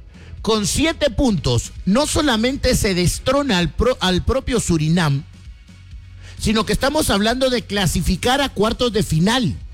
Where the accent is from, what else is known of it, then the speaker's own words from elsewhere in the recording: Guatemala; Yo, como un guatemalteco